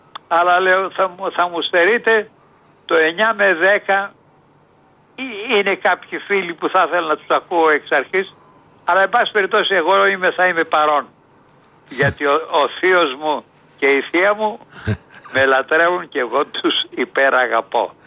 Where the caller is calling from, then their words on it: Athens, Attica, Greece; ως Αθηναίοι να παραμένουμε στην Αθήνα